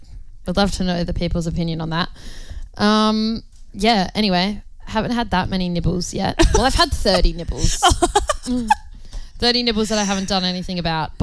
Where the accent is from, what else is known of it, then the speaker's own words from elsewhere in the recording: Katherine, Northern Territory, Australia; I'm from Catherine, God's country, aka epicenter of the universe.